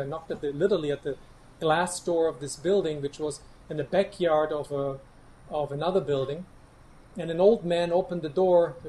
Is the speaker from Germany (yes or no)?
yes; Germany; But now I'm back in Germany.